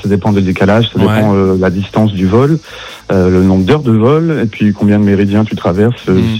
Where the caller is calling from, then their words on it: Saint-Omer, Hauts-de-France, France; J'appelle du côté de Saint-Omer dans le Pas-de-Calais, 62.